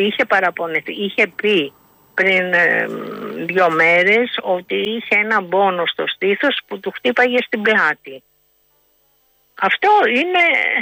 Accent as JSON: {"language": "Greek", "town": "Athens", "region": "Attica", "country": "Greece", "tie": "born or raised there", "lives_now": "Corfu, Greece"}